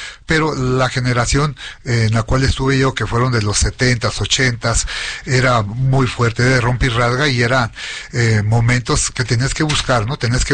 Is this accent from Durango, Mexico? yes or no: yes; Gómez Palacio, Durango, Mexico; moved away; Yo soy nativo de Santa Rosa de Lima, el barrio de Santa Rosa. Entonces, toda la Gómez Palacio Durango yo lo conozco como la palma de mi mano.